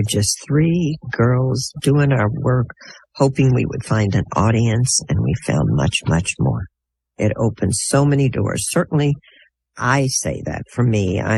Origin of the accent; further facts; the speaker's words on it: Texas, United States; You know, I'm from Texas. You sign a contract, you stick it through.